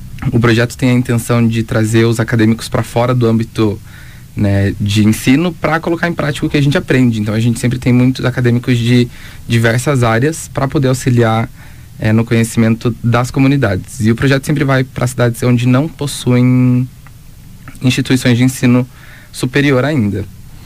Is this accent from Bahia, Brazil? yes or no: no; Curitiba, Paraná, Brazil; moved away as an adult; now in Pontal do Paraná, Brazil; eu sou natural de Curitiba, né, lá da capital. Sou nascido e criado lá, porém há um ano e meio, mais ou menos, eu moro no litoral. E sou de Pontal do Paraná, exatamente ali nas praias.